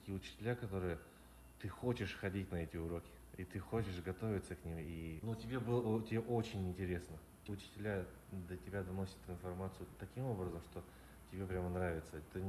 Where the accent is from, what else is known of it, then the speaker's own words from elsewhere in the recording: Sverdlovsk Oblast, Russia; moved away as an adult; also born or lived in China; now in Kaohsiung, Taiwan; Я родом из Свердловской области, недалеко от Екатеринбурга.